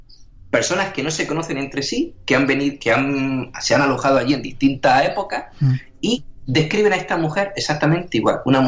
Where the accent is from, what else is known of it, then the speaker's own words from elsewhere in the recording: Almería, Andalusia, Spain; esta historia relacionada con mi tierra.